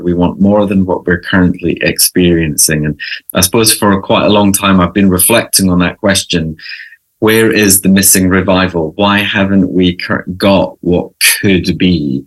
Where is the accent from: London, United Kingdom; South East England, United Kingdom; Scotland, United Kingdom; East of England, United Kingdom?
Scotland, United Kingdom; I'm originally from Scotland, from the island of Gia, which is spelled G-I-G-H-A. It's just one of the southernmost of the Hebridean islands, just across from the Mull of Kintyre.